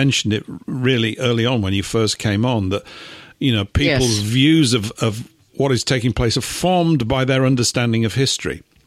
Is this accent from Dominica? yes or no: no; England, United Kingdom; as an English type